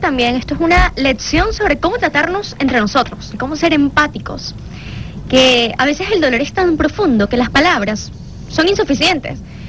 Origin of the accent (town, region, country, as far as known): Venezuela